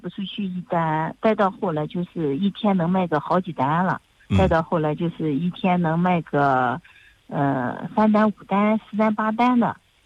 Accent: China; 作为一个毛阴人，作为一个这个土生土长的这个种桃养桃的人

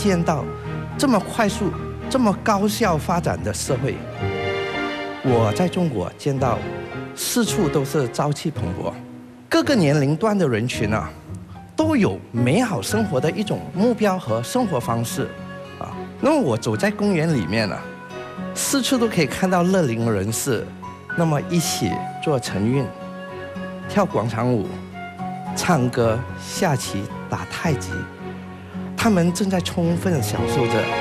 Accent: Malaysia; moved away as an adult; also born or lived in Shenzhen, China; now in Jining, China; 我呢，从小是在马来西亚出生成长的。那么因为中国的改革开放，2008年，我才有机会外派到深圳洽谈业务。

